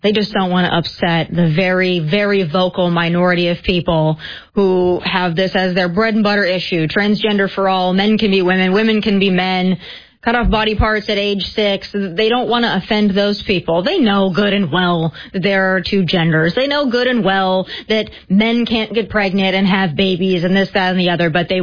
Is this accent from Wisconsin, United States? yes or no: no; South Dakota, United States; Well, and I'm from South Dakota, and, you know, we just have a budget surplus, I think, of about $70 million.